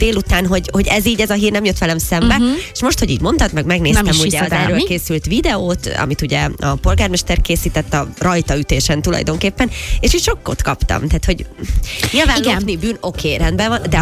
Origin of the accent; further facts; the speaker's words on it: Budapest, Hungary; én ugye a 18. kerületben nőttem föl